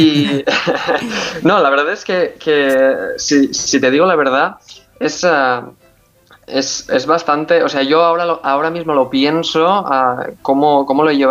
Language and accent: Spanish; Tavernes de la Valldigna, Valencian Community, Spain; now in San Francisco, United States; yo todo lo que escribía estaba ambientado en Tabernes de la Bedigna, en mi pueblo de Valencia